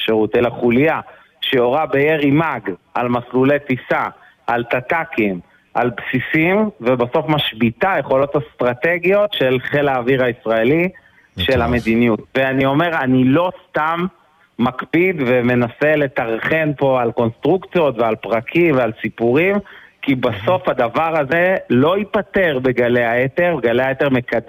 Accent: Southern District, Israel; לגמרי, אני תושב הנגב, אני גדלתי בנגב

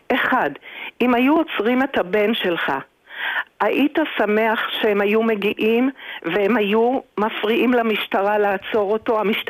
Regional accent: Jerusalem, Jerusalem District, Israel; אני גדלתי בגאולה

